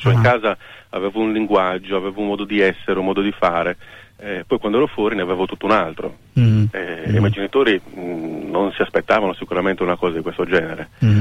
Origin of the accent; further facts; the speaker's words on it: Sassari, Sardinia, Italy; Sono nato comunque a Sassari, perciò in Sardegna, però sono di padre tedesco e di madre piemontese lombarda, diciamo così